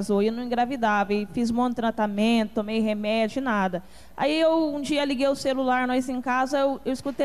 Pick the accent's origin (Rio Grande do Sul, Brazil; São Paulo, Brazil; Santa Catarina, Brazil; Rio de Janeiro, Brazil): São Paulo, Brazil; now in Piracema, Brazil; Então, eu vim do estado de São Paulo e 2 anos morando na Piracema.